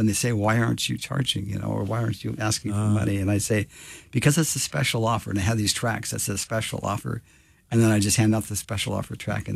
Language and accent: English; Scottsdale, Arizona, United States; also born or lived in Phoenix; I was born in Phoenix, grew up in kind of Scottsdale area.